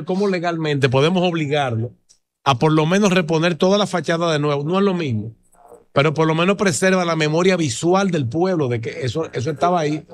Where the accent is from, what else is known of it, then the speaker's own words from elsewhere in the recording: San Juan de la Maguana, San Juan, Dominican Republic; Yo nací en San Juan de la Maguana y para mí es mi pueblo